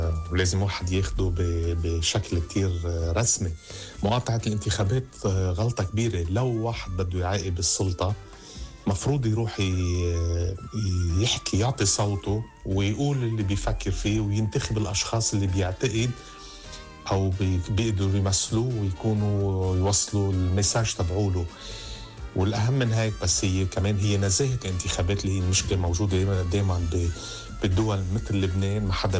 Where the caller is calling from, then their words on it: France; بس إذا ما كانت تحتسب مثل ما هي عندنا بفرنسا ما إلا معنى